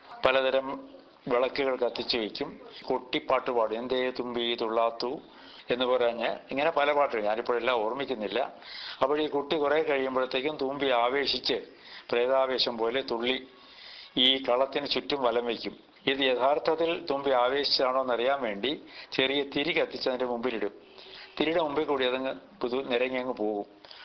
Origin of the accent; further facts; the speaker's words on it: Alappuzha, Kerala, India; ഞങ്ങളുടെ നാട് എന്ന് പറയുന്നത് ആലപ്പുഴയുടെ പ്രാന്തപ്രദേശമാണ്. തുമ്പോളി എന്നതിനെ പറയും. അന്ന് അത് നഗരമായിരുന്നില്ല, പകുതി ഗ്രാമവും പകുതി നഗരവും എന്ന് പറയുകയായിരിക്കും ശരി.